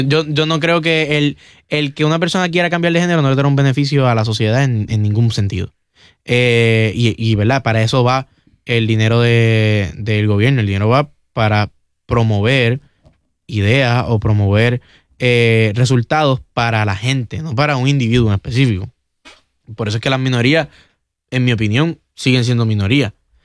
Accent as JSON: {"language": "Spanish", "country": "Puerto Rico", "said": "a mí, como puertorriqueño y como joven puertorriqueño, pero de igual forma ciudadano americano"}